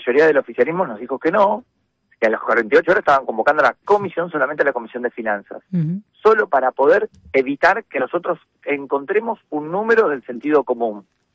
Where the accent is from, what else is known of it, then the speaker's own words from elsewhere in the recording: Argentina; ¿Que somos estúpidos los argentinos?